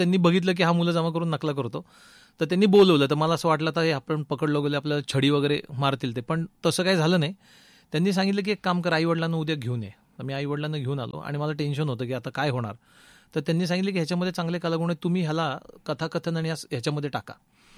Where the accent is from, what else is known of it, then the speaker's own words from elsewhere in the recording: Ahilyanagar, Maharashtra, India; माझं बालपण अहिल्यानगरमध्येच गेलं, पण भिंगर लांब यादी राहायचो. माझे वडील बँक ऑफ इंडियामध्ये सर्व्हिस करायचे, तर भिंगर साईडला मी राहिलोय